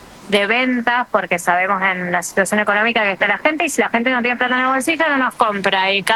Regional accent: San Justo, Buenos Aires Province, Argentina; yo soy de San Justo toda la vida y soy de La Matanza.

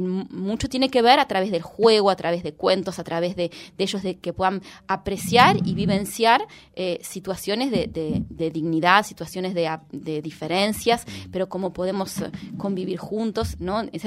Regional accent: Montevideo, Uruguay; soy uruguaya, vengo de Montevideo

